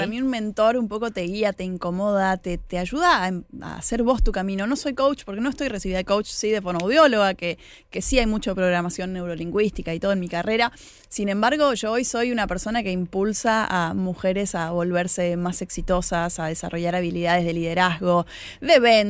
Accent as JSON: {"language": "Spanish", "town": "Oberá", "region": "Misiones", "country": "Argentina", "said": "yo vengo de Oberá"}